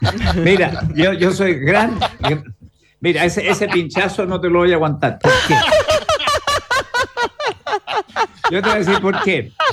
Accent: Tierra del Fuego, Argentina; Como soy yo medio fueguino, allá el tráfico entre Ushuaia y el continente se hace a través del territorio chileno y de la aduana chilena.

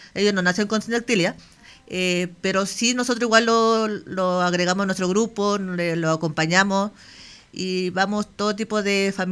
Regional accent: Osorno, Los Lagos, Chile; Este año lo quisimos trasladar a Valdivia, bueno, yo soy de Osorno, y hay una persona adulta, hombre, que es de Valdivia, y somos las únicas personas del sur que somos conocidos con el síndrome.

